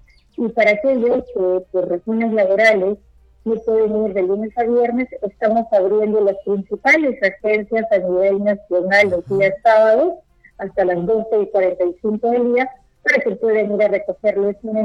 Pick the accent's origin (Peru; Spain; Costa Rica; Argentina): Peru; los peruanos